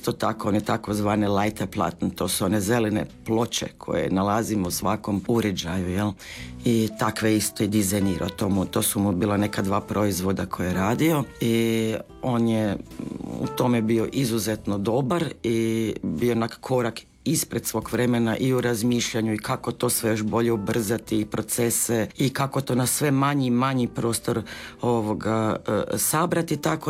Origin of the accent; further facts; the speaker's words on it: Munich, Bavaria, Germany; also born or lived in Croatia; tako da sam jedan dobar dio djetinjstva provjela i ovdje u Hrvatskoj. Dobro, ja jesam rasla u tom njemačkom sustavu